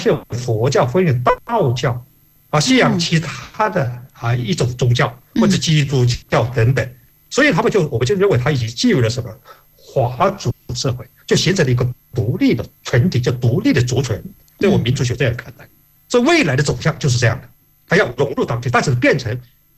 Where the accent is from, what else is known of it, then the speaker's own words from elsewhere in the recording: Meizhou, Guangdong, China; moved away; 我出生在一个华侨之乡或者文化之乡的广东梅县，我是广东梅县的客家人。